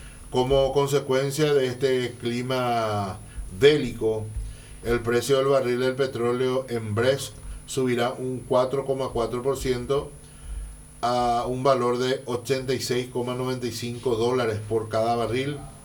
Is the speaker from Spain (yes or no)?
no; Paraguay